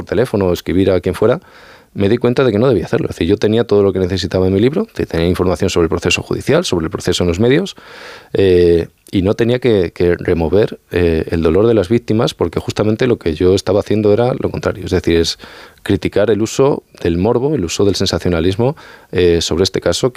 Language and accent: Spanish; Extremadura, Spain; Yo vengo de la Sierra de Gata, hasta el norte de Cáceres